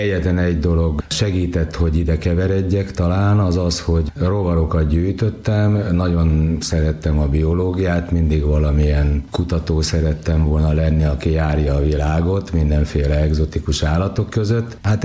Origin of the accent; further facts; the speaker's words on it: Nagykáta, Pest, Hungary; born there; Igen, még a múlt században születtem Nagykátán. Nagykáta egyébként járásközpont volt annak idején, talán most is az. Egyszerű munkás családba születtem.